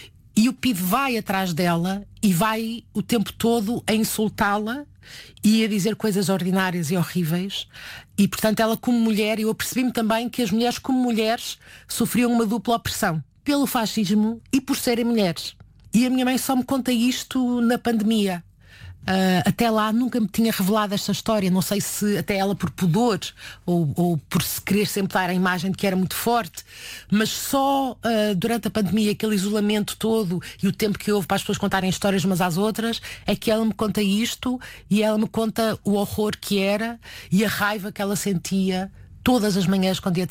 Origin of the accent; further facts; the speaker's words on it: Porto, Portugal; Que eu sou do Porto.